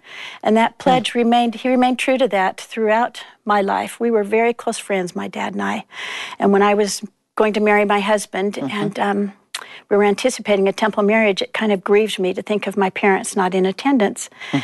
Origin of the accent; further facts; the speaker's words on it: Salt Lake City, Utah, United States; I grew up in Salt Lake City.